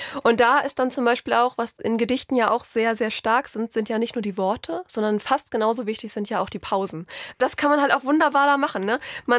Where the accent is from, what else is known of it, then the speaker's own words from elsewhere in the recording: Northern Germany, Germany; Natürlich, ich komme aus dem Norden